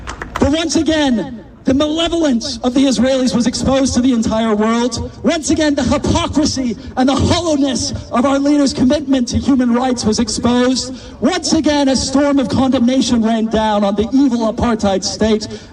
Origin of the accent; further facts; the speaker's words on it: New Zealand; I'm ashamed as a New Zealander